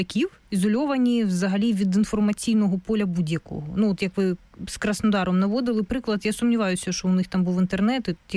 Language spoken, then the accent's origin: Ukrainian; Luhansk Oblast, Ukraine; от я сама з Луганщини